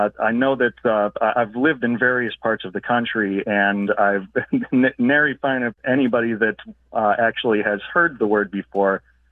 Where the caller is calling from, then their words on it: Chicago, Illinois, United States; I'm calling from Chicago.